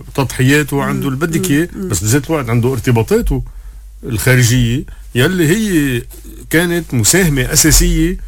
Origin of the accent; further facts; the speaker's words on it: Lebanon; بس بدي لك بكل صراحة انه انا كمواطن لبناني انا بفتش دايما على الدولة، بفتش على الجيش